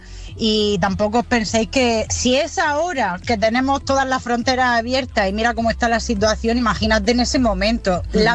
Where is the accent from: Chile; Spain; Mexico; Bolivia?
Spain; Region of Murcia; now in Granada, Spain; Pero soy murciana.